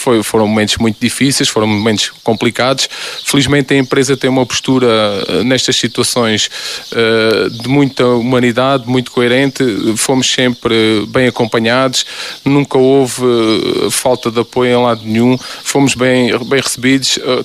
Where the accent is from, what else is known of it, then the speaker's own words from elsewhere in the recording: Beirã, Alentejo, Portugal; eu nasci aqui na Beirã. Nasci, vivi, cresci. A minha infância foi toda passada a brincar aqui no meio das linhas, no meio dos comboios.